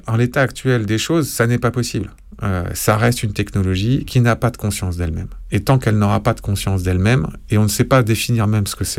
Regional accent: France

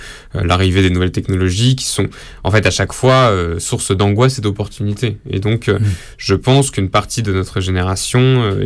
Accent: Paris, Île-de-France, France; j'ai toujours habité à Paris

